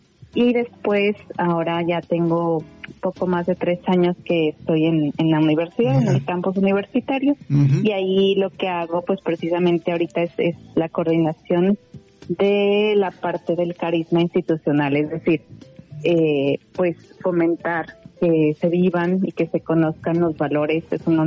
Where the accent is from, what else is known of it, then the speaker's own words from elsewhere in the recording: Mexico; moved away; siendo además mexicanas